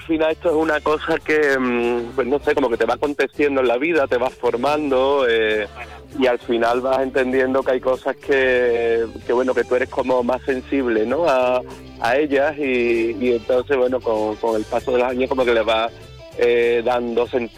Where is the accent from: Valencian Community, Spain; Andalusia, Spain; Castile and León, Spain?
Andalusia, Spain; Y como andaluces, además, tenemos la suerte de tener una historia vastísima